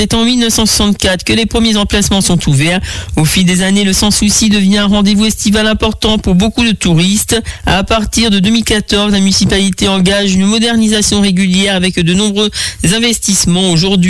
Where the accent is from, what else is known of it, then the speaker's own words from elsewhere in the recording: Le Mans, Pays de la Loire, France; Ma première idée était de faire pareil du côté de la Sarthe, puisque je suis originaire du Mans.